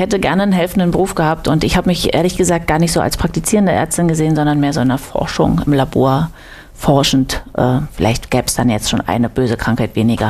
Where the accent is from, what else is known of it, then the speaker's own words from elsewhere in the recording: Brandenburg, Germany; Erstmal sind meine Schwester, meine Mutter und mein Vater und ich in der Nähe von Potsdam, haben wir da gelebt zusammen.